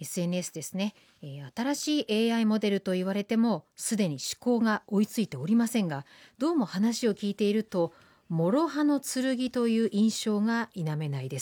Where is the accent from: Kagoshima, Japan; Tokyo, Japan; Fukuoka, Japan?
Fukuoka, Japan; Yame; 私は福岡県のお茶どころ八女の出身ですので